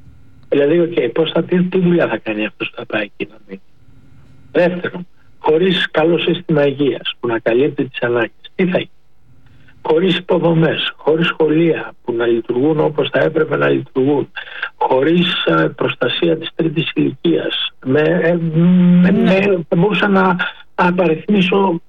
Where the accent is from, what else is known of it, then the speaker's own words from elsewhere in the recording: Crete, Greece; επειδή είμαι κριτικός. Είμαστε από τη Λεβεντογέννα.